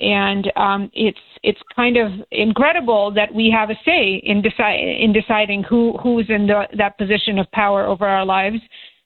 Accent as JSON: {"language": "English", "country": "Russia", "moved": "yes", "lives_now": "Chicago, United States", "said": "I've been in Chicago since 2013. I guess I've been living there longer than anywhere else. So I consider myself a Chicagoan, even though I'm originally from Russia."}